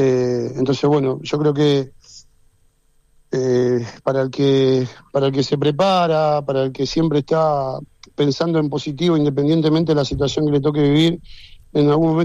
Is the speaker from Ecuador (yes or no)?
no; Buenos Aires, Argentina; moved away; somos los dos argentinos, yo soy ahí